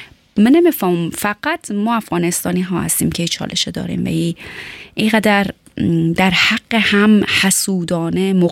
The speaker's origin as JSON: {"language": "Persian", "country": "Afghanistan", "said": "ما و شما هم از افغانستان آمدیم، بهتره که آبروداری کنیم."}